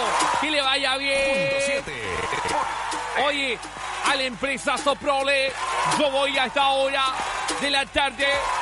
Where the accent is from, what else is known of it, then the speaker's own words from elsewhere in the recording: Valdivia, Los Ríos, Chile; also born or lived in Temuco / Osorno / Puerto Montt / Valparaíso; now in Los Ángeles, Chile; yo soy de Valdivia, chiquillo.